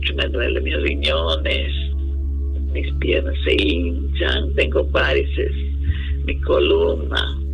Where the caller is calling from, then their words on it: Lima, Peru; vivo de acá de Simón Bolívar, Pueblo Libre.